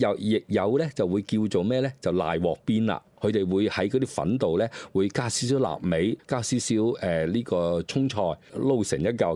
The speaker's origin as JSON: {"language": "Cantonese", "town": "Guangzhou", "region": "Guangdong", "country": "China", "said": "就係日常我哋廣州人咧食早餐啊"}